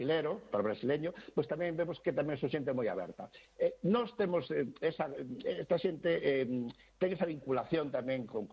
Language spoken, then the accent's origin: Galician; Galicia, Spain